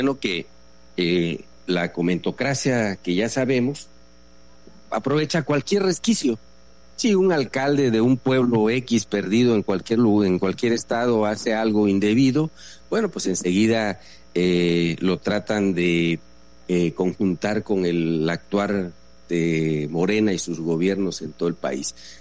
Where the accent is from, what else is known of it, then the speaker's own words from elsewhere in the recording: Palizada, Campeche, Mexico; de mi pueblo, la carretera famosa que tú seguramente sabes, una demanda añeja de los paliceños